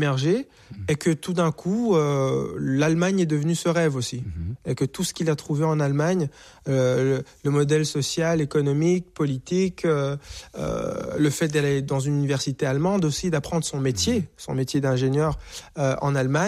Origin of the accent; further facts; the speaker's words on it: Rwanda; now in Canada; On me disait, tu viens d'où? Bah, je suis d'origine rwandaise. Étais-tu là pendant le génocide? Oui